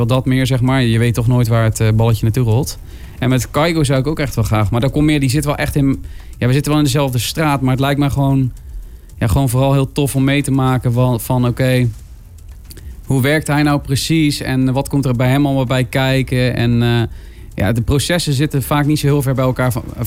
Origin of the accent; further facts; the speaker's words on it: Bergen op Zoom, North Brabant, Netherlands; Maar ik kom uit Berg op Zoom. Dus de Bergenaren onder ons, die snappen precies wat ik bedoel.